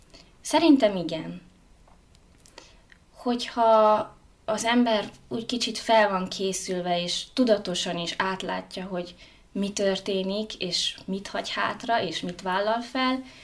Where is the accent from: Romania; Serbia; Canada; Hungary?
Romania; Harghita; Hát 2007-ben történt a Hargitán gyerektáborban. Én a gyerek, tini és fiatal éveimet a Hargitán töltöttem.